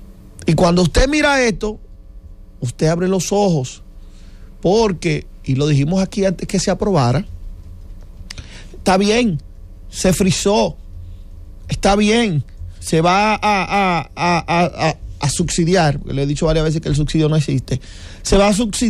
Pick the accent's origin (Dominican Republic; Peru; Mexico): Dominican Republic